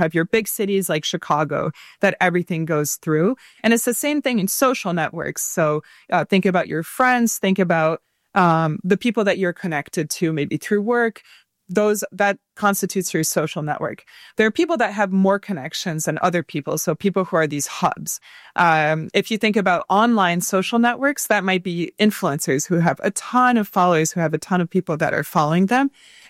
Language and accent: English; Paris, Île-de-France, France; moved away; I'm originally from Paris and France